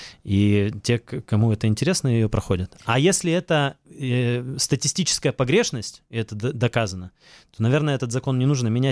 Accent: Siberia, Russia; now in Israel; Если я репатриируюсь в качестве русского парня, значит, родом из Сибири, это одна история.

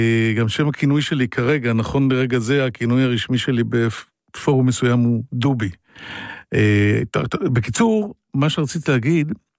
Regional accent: Holon, Tel Aviv District, Israel; בשיקון בחולון, ואני יודע בדיוק למה אתה מתכוון.

